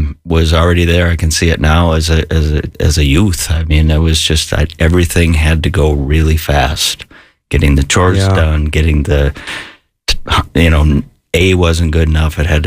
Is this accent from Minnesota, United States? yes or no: yes; Minnesota, United States; Little town in Minnesota, farm country, 11 siblings.